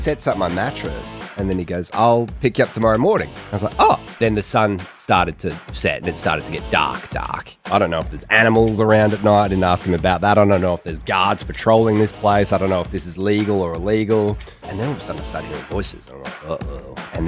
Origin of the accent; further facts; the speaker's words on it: Australia; I'm 36 from Australia.